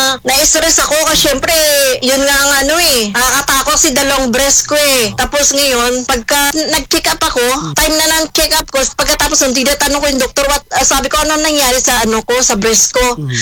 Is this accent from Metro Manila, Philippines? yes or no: no; Bacoor, Calabarzon, Philippines; now in Hong Kong; Taga Molino Bacoor ako. Tapos, nandito ngayon sa, ano, sa Hong Kong.